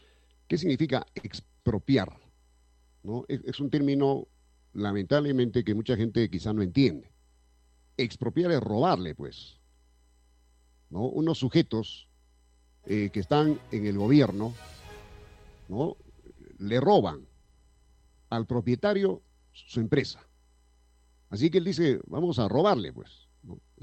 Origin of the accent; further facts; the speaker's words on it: Peru; Yo soy serrano